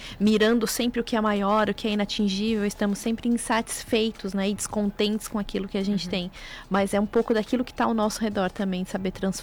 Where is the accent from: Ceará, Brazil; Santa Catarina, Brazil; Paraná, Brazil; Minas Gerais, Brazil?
Santa Catarina, Brazil; Tubarão; Eu sou natural de Tubarão.